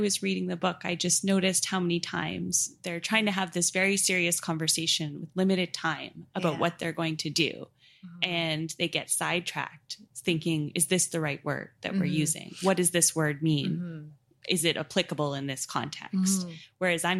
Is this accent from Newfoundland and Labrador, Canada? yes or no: no; Toronto, Ontario, Canada; I'm from Toronto